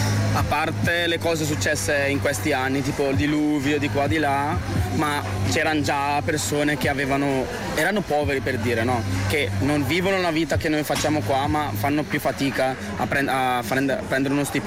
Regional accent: Coccaglio, Lombardy, Italy; ho 23 anni, sono di Coccaglio, qua a Brescia.

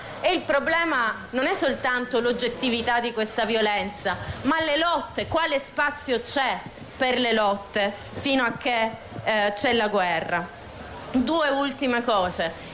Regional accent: Bologna, Emilia-Romagna, Italy; io vengo da Bologna

